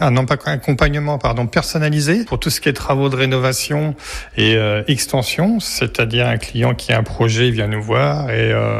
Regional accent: Baugé-en-Anjou, Pays de la Loire, France; also born or lived in Angers / Saint-Jean-de-la-Motte / La Flèche; now in Clermont-Créans, France; Je suis originaire de Beaugé-en-Anjou, à côté de la Sarthe

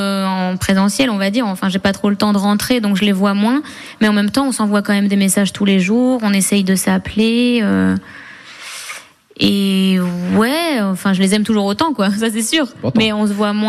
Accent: Hauts-de-France, France; Voilà, mon père, il est routier. On vient du Nord

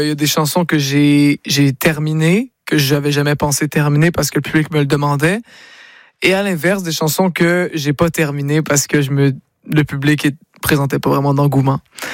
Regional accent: Quebec, Canada; Vu que moi je suis québécois. Donc j'adore tracer les différences entre le public québécois et le public français.

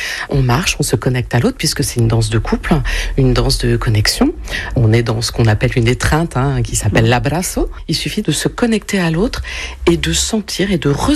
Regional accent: Cormelles-le-Royal, Normandy, France; puisque je suis arrivée, j'avais 7 ans, j'en ai 55 maintenant. Donc, je peux dire que je suis l'enfant de Cormelles-le-Royal.

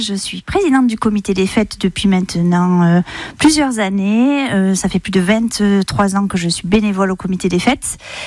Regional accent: Mimizan, Nouvelle-Aquitaine, France; Moi, j'habite au bourg, mais quand on est de Mimizan, on va voir la mer tous les jours.

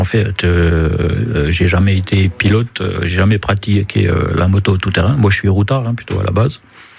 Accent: Villars-sous-Écot, Bourgogne-Franche-Comté, France; moi, je suis originaire de Villars-sous-Écot.

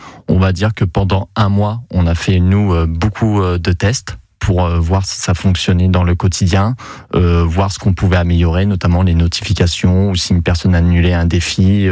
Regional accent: Normandy, France; je suis originaire de Normandie

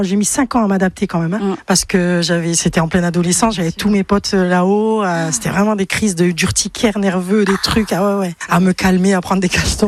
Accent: Bayonne, Nouvelle-Aquitaine, France; j'ai 50 ans. Et je suis de Bayonne.

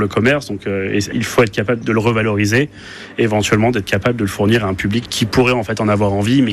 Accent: Brest, Brittany, France; moved away; J'ai grandi à Brest.

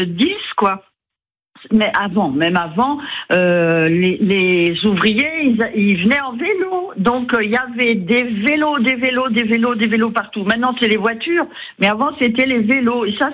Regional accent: Saint-Nazaire, Pays de la Loire, France; also born or lived in Nantes / Rennes; Mais disons que je suis partie de Saint-Nazaire, je suis allée à Nantes, j'ai vécu à Nantes. De Nantes, je suis partie chez son ennemi, Rennes.

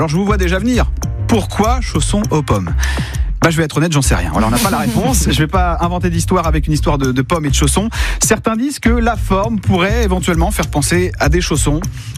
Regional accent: Pays de la Loire, France; Le chausson aux pommes, il est de chez nous, en Sarthe.

